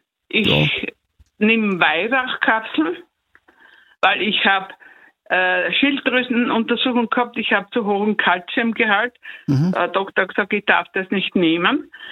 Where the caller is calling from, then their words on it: Styria, Austria; ich bin aus der Steiermark. Ich bin jetzt 80 Jahre alt.